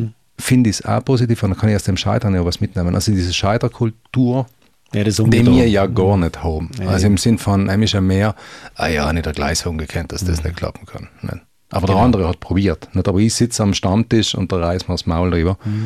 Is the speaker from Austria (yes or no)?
no; Trentino-Alto Adige, Italy